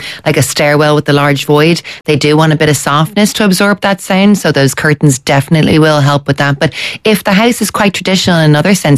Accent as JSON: {"language": "English", "region": "Leinster", "country": "Ireland", "said": "I'm from Wicklow, so the nearest company to me that I would deal with would be someone like Cornell Square Glass or Arches Glass."}